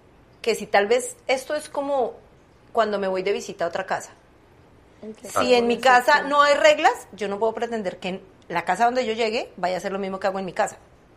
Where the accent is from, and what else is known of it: Colombia; moved away as an adult; now in United States